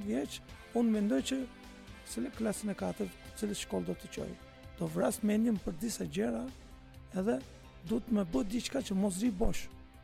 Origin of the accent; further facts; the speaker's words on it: Istanbul, Turkey; Un jam nga Stambulli, edhe kemi njohim nga Turqia